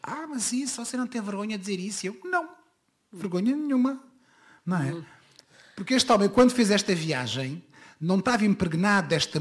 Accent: Portugal; eu gosto muito do meu país, não tenho nada contra o meu país

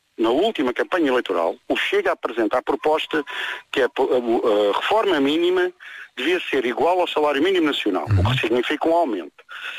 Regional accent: Portugal; enquanto português

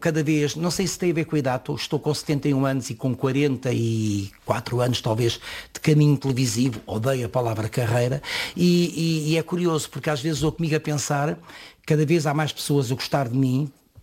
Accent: Lisbon, Portugal; born there

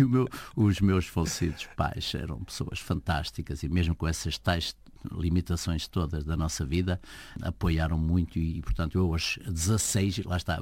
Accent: Pontével, Lisbon, Portugal; lá da minha terra, do Pontevel, de onde eu sou naturalmente

